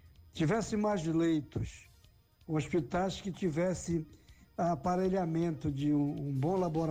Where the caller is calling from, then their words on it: Prainha, Pará, Brazil; a gente reside mais aqui no município de Prainha